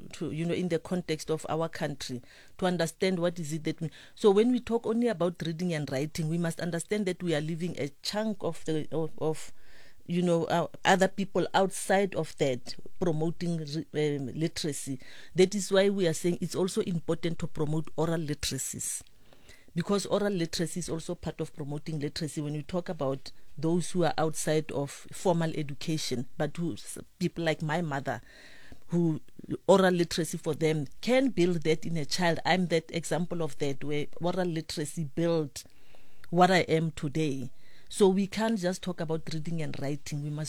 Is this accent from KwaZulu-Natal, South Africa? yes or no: no; Kuruman, Northern Cape, South Africa; I started as a librarian in Kuruman, in my hometown.